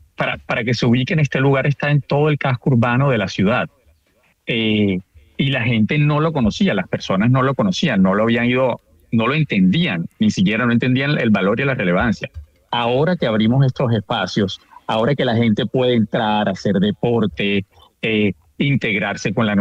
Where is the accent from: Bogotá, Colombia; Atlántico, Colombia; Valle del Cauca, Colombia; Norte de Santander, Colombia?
Atlántico, Colombia; Barranquilla